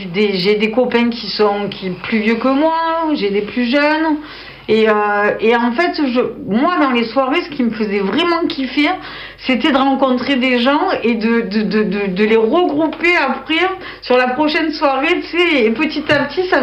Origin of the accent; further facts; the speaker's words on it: Istres, Provence-Alpes-Côte d'Azur, France; J'étais istrienne, je suis née à Istres, et on avait beaucoup de teufeurs à Istres, à Fos, à Aix, à Toulon, à Marseille.